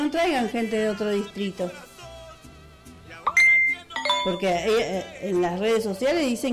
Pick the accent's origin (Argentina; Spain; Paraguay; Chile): Argentina; Ezeiza, Buenos Aires Province; born there; Los que nacimos en Ezeiza nos conocemos todos.